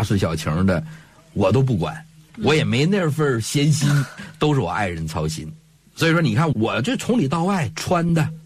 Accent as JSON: {"language": "Chinese", "country": "China", "said": "咱们中国人有自己的传统"}